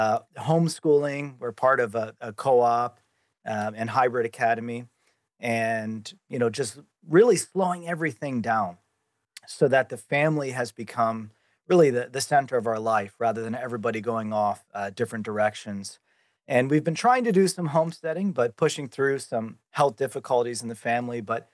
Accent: Harrisburg, Pennsylvania, United States; Yes, I'm from Harrisburg, Pennsylvania, and I had a profound conversion at the age of 13.

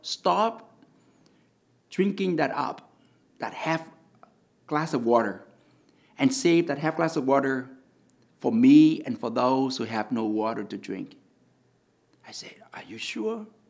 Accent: Vietnam; moved away as an adult; also born or lived in New Orleans; now in Baton Rouge, United States; I was born in Vietnam in 1972 during the Vietnam War, bloody summer, May 29th, 1972. I came here with my family, a family of six children, as political refugees

